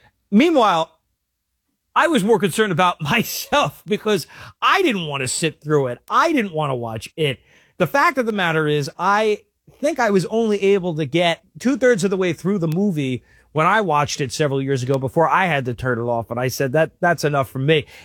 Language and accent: English; Pennsylvania, United States; now in Brooklyn, United States; And growing up in Pennsylvania, it was certainly one of the great places to grow up in the season of autumn, to see all the foliage and the hay rides that you go on. When you live out in farm country, autumn is really something special.